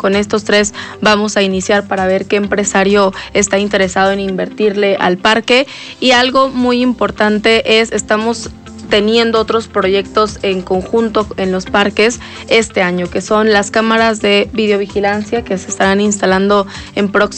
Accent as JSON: {"language": "Spanish", "region": "Puebla", "country": "Mexico", "said": "porque los parques son de nosotros como poblanos."}